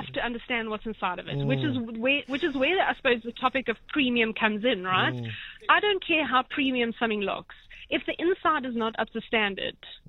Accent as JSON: {"language": "English", "country": "South Africa", "said": "as a South African"}